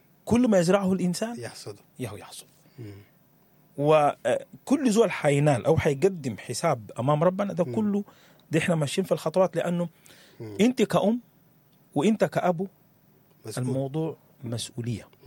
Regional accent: Sudan; احنا كسودانيين

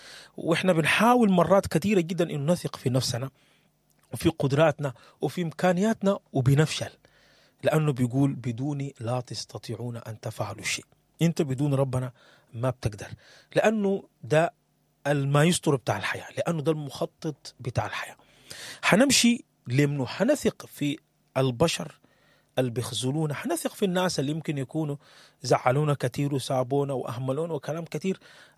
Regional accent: Sudan; وشنو الجديد في الأخبار في بلدنا السودان.

